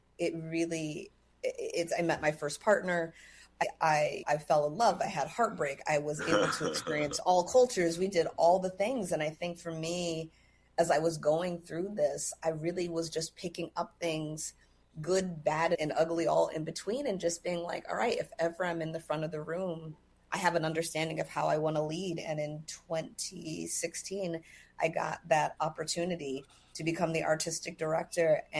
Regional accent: California, United States; But I grew up in California, and as all things do that start with me, it started with Sesame Street.

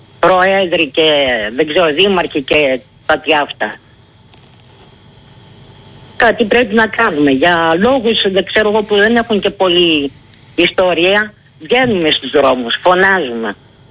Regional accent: Thessaloniki, Central Macedonia, Greece; Εγώ κατάγομαι από τη Θεσσαλονίκη, από τη Βόρεια Ελλάδα.

